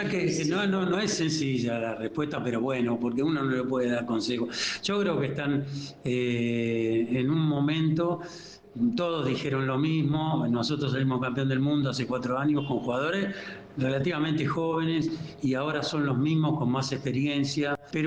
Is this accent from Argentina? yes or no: yes; Argentina; a mí me alegra como argentino